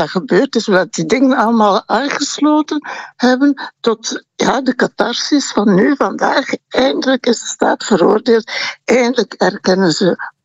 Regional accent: Rwanda; ik ben een metis uit Rwanda.

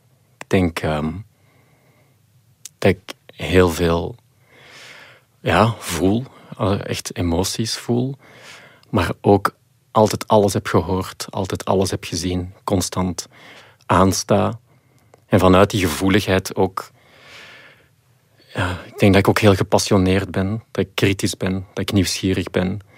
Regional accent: Mechelen, Antwerp, Belgium

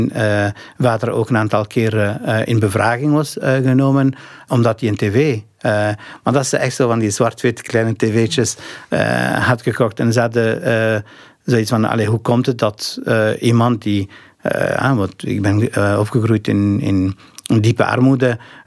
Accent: Albania; moved away; Dat strookte helemaal niet met de realiteit waar ik ben opgegroeid. Dus het was helemaal een gesloten realiteit. Het noorden van Albanië was ook binnen Albanië zelf de armste regio van het land en eigenlijk ook de armste regio in heel Europa.

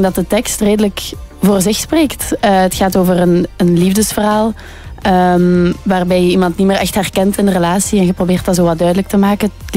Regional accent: Ghent, Flanders, Belgium; Ik ben van Gent-Gent, 9000.

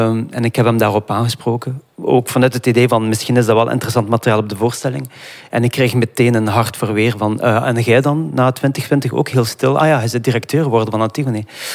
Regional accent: Iraq; Ik als Irakees zijnde, hij als Amerikaan, de Arabische wereld of het Midden-Oosten zien transformeren naar wat het vandaag is.

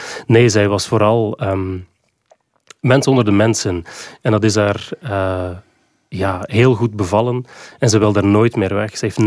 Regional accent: Waregem, Flanders, Belgium; born there

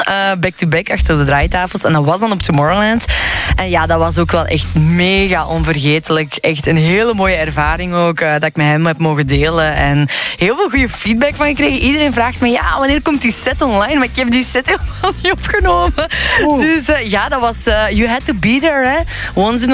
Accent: Leuven, Flemish Brabant, Belgium; Ik ben wel van het Leuvense.

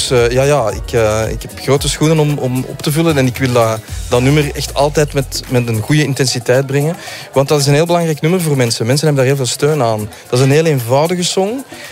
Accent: Zaventem, Flemish Brabant, Belgium; ik ben eigenlijk na mijn burn-out ben ik gaan stappen en gaan wandelen in Nossegem en in Zaventem, waar ik vandaan kom.

